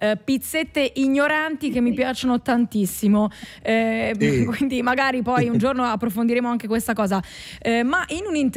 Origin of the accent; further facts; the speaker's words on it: Bologna, Emilia-Romagna, Italy; io sono del nord, sono nordica, sono di Bologna